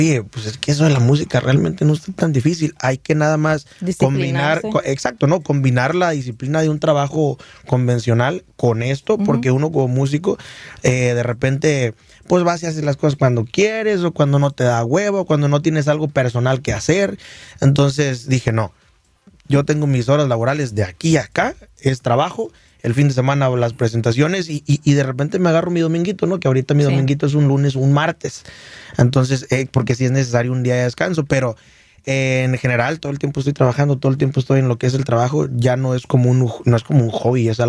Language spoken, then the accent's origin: Spanish; Michoacán, Mexico; accent: Michoacán; Así como mi acento michoacano.